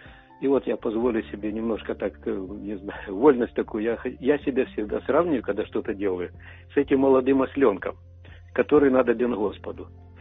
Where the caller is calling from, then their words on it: Dnipro, Dnipropetrovsk Oblast, Ukraine; Добрий день, Світле Радіо. Я з Дніпра.